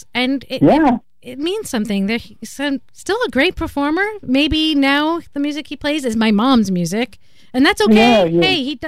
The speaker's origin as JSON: {"language": "English", "town": "Brooklyn", "region": "New York", "country": "United States", "moved": "yes", "lives_now": "Southern California, United States", "said": "I'm originally from Brooklyn, New York."}